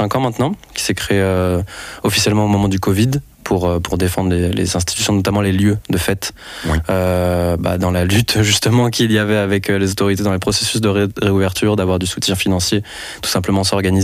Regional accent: Lyon, Auvergne-Rhône-Alpes, France; moved away as an adult; now in Brussels, Belgium

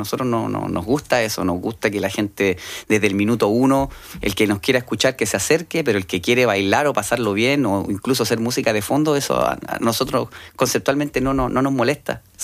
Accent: Valparaíso, Chile; Yo vengo de Valparaíso, Chile, que es una ciudad bien específica en el desarrollo de la cueca. Tiene su propio estilo de cueca, la cueca porteña.

